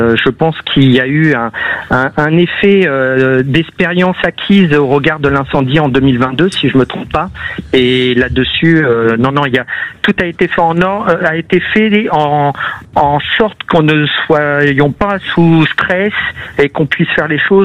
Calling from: Île-de-France, France; Moi, je suis en Île-de-France

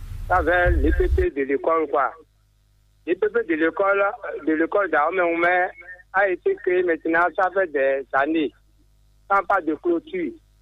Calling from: Benin; Je suis à Omeoumé, à Sédoupa, arrondissement de Lopo.

